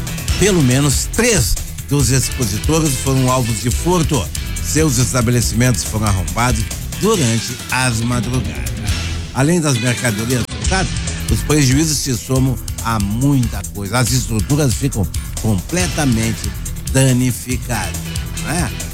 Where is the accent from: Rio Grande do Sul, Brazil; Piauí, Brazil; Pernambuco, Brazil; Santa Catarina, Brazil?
Rio Grande do Sul, Brazil; Porto Alegre; Digo que é o bairro onde eu me criei. É, cheguei lá garoto de 2 anos e fiquei lá até os 16 anos.